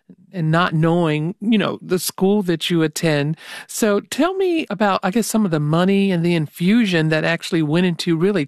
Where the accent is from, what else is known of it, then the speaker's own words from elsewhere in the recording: the South, United States; moved away; since I was born and raised in the South